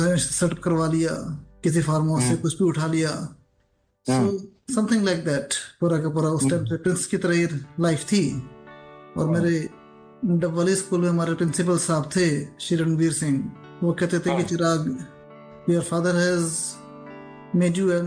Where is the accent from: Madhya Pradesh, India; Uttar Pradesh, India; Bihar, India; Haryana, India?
Haryana, India; Dabwali; also born or lived in Fatehabad; देखिए, मैं बेसिकली हरियाणा से हूँ।